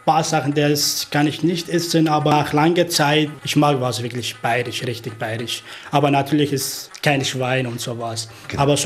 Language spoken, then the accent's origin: German; Tishrin, Syria; German is a second language; now in Germany; Ich komme aus Syrien, geboren in Tishrin, der so Nordsyrien. Grenze von der Irak.